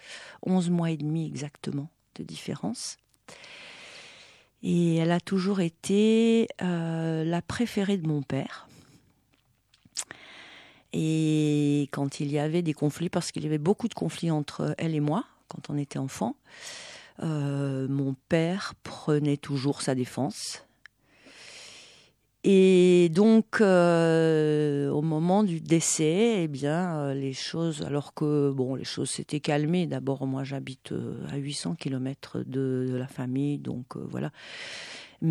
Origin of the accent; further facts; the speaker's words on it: Valais, Switzerland; born there; Je suis née en Suisse. Pour situer la région, c'est la région qui se situe, le côté suisse de la vallée d'Abondance.